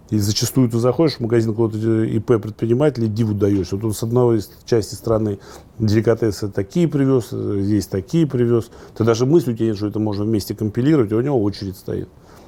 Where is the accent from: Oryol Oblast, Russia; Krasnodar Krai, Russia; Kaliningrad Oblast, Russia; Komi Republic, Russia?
Oryol Oblast, Russia; Oryol; Это в Орле, да. И уже такой бизнес мы построили там